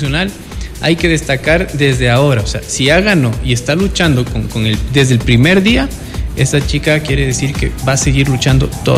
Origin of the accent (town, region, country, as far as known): Ecuador